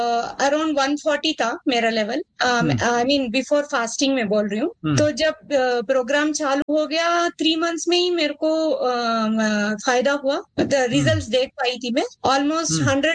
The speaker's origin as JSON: {"language": "Hindi", "town": "Hyderabad", "region": "Telangana", "country": "India", "said": "मैं हैदराबाद से हूँ"}